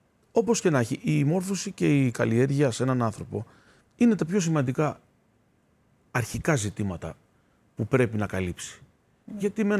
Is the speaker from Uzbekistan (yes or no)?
yes; Tashkent, Uzbekistan; now in Greece; Όταν ήρθαμε λοιπόν από την Τασκένδη, αυτά που ήρθαμε μαζί μας, από όλα τα υπάρχοντα που μπορούσαμε να φέρουμε, ήταν δύο πιάνα.